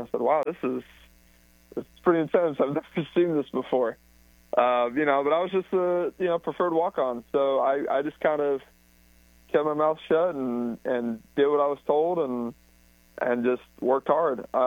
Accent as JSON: {"language": "English", "town": "Delray Beach", "region": "Florida", "country": "United States", "tie": "born or raised there", "said": "wow, that's, you know, 2.5-3 hours away from where I grew up in Delray Beach."}